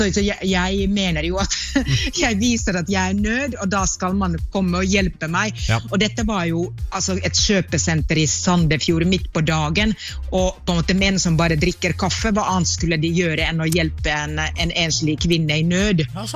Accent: Finland; now in Norway; jeg er finsk

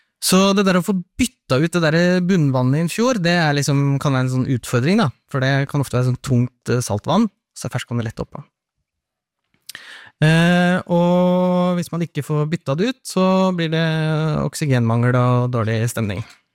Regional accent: Nordland, Norway; Og jeg er jo nå fra Beisfjord

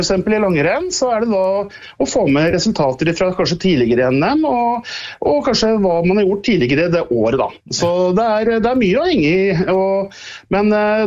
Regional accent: Brøttum, Innlandet, Norway; born there; det begynte jo gjerne med noen små skirenn på det nysløperennet hjemme på Brøttum da.

